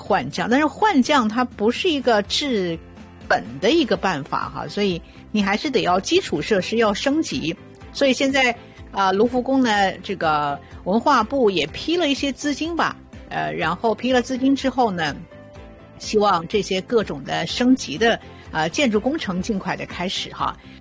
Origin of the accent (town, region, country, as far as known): China